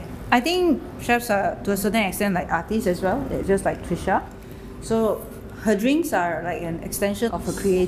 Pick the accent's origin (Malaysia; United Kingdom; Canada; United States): Malaysia; as a Malaysian